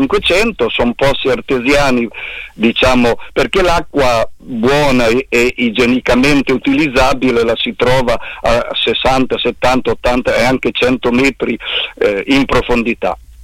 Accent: Montecchio, Marche, Italy; Sì, certo, io sono di Montecchio di Pesaro.

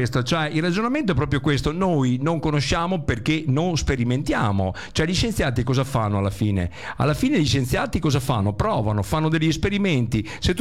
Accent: Rovigo, Veneto, Italy; No, il mio paese, beh, insomma, io non abito proprio lì, però lì vicino, insomma, a Rovigo, no?

